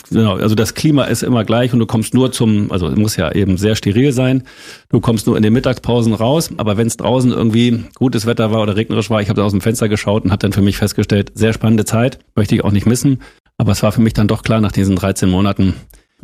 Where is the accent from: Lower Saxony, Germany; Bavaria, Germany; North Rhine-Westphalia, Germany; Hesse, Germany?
Lower Saxony, Germany; Holthusen; also unser Bauernhof, auf dem wir aufgewachsen sind oder ich aufgewachsen bin in Holthusen 1, Lüneburger Heide, das ist so ein typischer Bauernhof gewesen